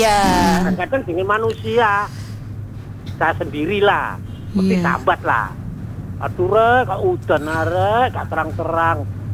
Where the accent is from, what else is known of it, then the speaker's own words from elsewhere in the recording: Surabaya, East Java, Indonesia; Soalnya aku kan arek asli Surabaya.